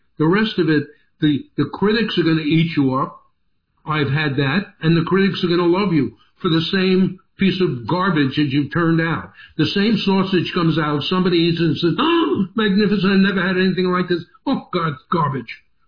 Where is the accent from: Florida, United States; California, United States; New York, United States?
New York, United States; I'm a New Yorker, so I had to call everybody I could get my mind around to buy me a drink